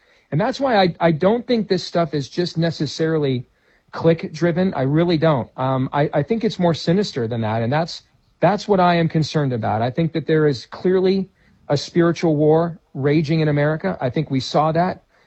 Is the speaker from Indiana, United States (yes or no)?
no; Iowa, United States; I see it in my home state of Iowa. We've got a primary coming up on Tuesday.